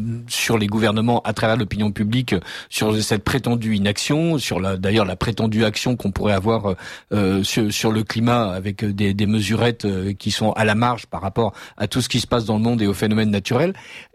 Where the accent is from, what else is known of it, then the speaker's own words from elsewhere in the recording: France; nous, on est français